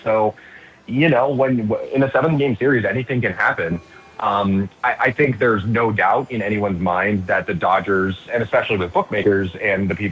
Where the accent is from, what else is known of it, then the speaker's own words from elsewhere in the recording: Boston, Massachusetts, United States; moved away; So I am from Boston originally, and so I actually grew up a Red Sox fan.